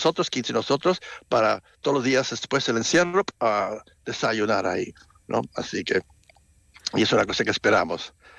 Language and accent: Spanish; Puerto Rico; now in Sweden; Yo fui criado en Puerto Rico, ahí tenían fiestas patronales, y para mí, como no vivo un sitio que tiene fiestas así